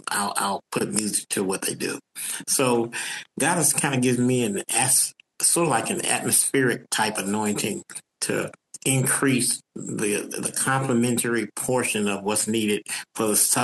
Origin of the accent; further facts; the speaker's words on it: Cleveland, Ohio, United States; also born or lived in Cincinnati, Ohio; I was born in Cincinnati, Ohio, where my father pastored a church called St. Mark. At the age of 3 years old, he was relocated to Cleveland, Ohio